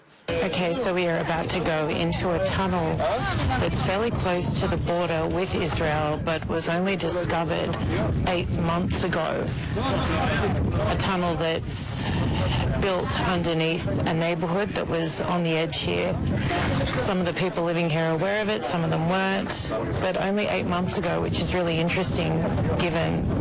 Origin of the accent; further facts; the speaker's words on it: Australia; I'm an Australian journalist, a host of the … Show.